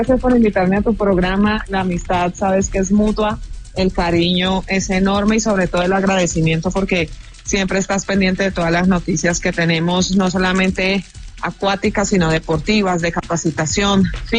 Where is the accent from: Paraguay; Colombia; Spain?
Colombia; Cali, Valle del Cauca; Yo soy de Cali, la ciudad que quizá a nivel de números está más afectada por el terremoto de pasado lunes a las 7:32 de la mañana, hora de Colombia.